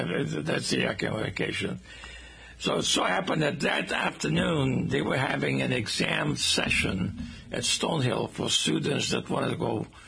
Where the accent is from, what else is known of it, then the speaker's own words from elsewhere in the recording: Curaçao; born there; English is a second language; moved away as an adult; I completed the equivalent of high school in Curacao